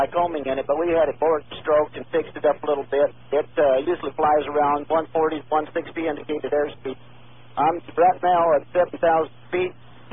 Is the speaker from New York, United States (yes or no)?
no; Fort Worth, Texas, United States; Well, I'm up here from Fort Worth in my little airplane.